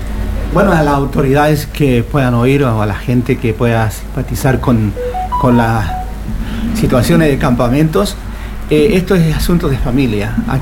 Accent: Chile; Yo soy chileno

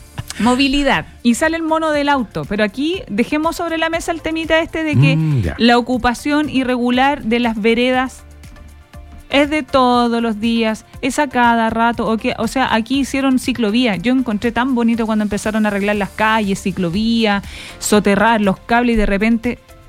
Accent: Valparaíso, Chile; Yo crecí en Playa Ancha, es uno de los cerros más duros que hay.

